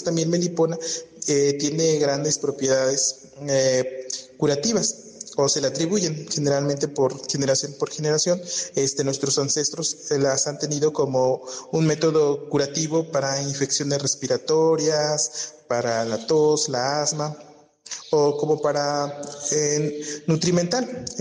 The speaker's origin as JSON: {"language": "Spanish", "town": "Cuetzalan del Progreso", "region": "Puebla", "country": "Mexico", "tie": "born or raised there"}